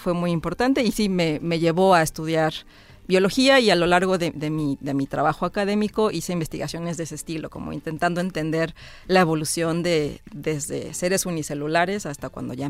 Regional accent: Mexico City, Mexico; Yo soy de la Ciudad de México, entonces tenemos lamentablemente, no son tan terribles, una relación con las cucarachas

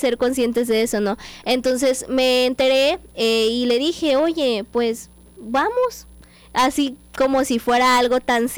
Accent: Cunduacán, Tabasco, Mexico; somos 2 chicos de Cunduacán, Oscar y yo de Cunduacán

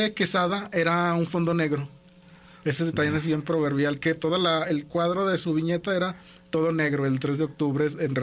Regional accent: Mexico; nosotros como mexicanos venimos de unos medios oficialistas

